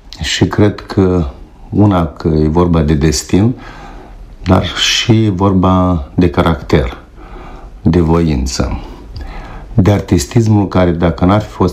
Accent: Dubna, Soroca District, Moldova; Plecasem de la Dubna, din satul meu, ca să intru la medicină, la școala de medicină în Soroca.

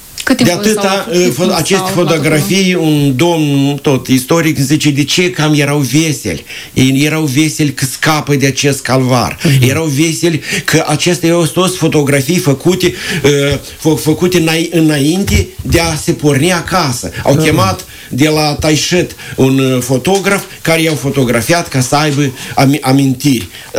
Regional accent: Măcărești, Ungheni District, Moldova; born or raised there; also born or lived in Irkutsk Oblast, Russia

